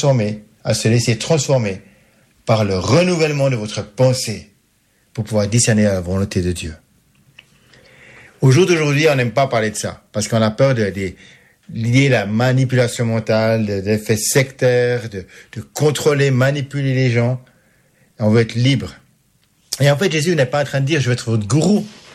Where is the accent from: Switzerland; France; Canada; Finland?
Switzerland